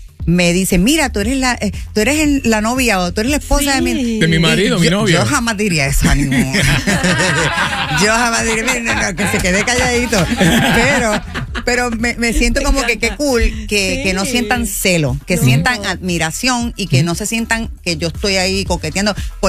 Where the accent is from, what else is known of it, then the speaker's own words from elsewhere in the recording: Puerto Rico; Lo que pasa es que es así, y si somos puertorriqueños igual, lo dejamos todo para el último día.